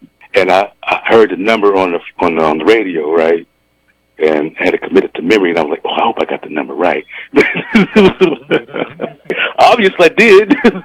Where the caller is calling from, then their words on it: Erie, Pennsylvania, United States; Yeah, I'm calling from Erie, Pennsylvania, baby.